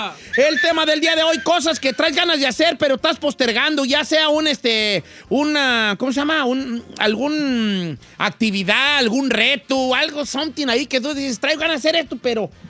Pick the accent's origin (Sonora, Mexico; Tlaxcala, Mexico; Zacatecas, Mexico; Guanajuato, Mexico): Zacatecas, Mexico; Voy a mi tierra, Zacatecas, y mi plan es en Zacatecas tatuarme medio brazo.